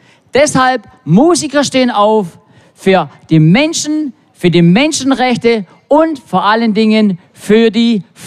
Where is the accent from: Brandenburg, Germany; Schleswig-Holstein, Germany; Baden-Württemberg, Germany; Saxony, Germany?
Baden-Württemberg, Germany; Stuttgart; ich komme aus dem Raum Stuttgart.